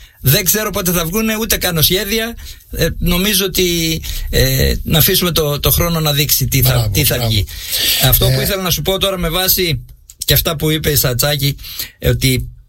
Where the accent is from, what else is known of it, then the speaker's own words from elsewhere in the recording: Rethymno, Crete, Greece; moved away as an adult; now in Arkalochori, Greece; Εγώ είμαι καταγωγή μου από το Ρέθυμνο.